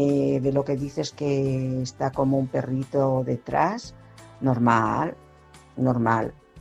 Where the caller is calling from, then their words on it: Madrid, Community of Madrid, Spain; de Madrid.